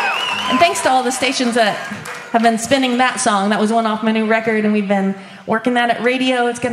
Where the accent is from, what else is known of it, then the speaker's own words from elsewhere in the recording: California, United States; I grew up out on the West Coast in Northern California. I grew up playing bluegrass music with my dad.